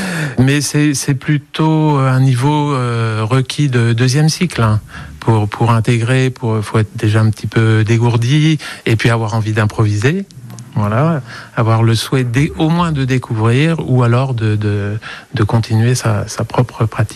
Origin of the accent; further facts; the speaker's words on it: Bourges, Centre-Val de Loire, France; En fait, je suis de Bourges, donc j'ai commencé à enseigner dans les environs de Bourges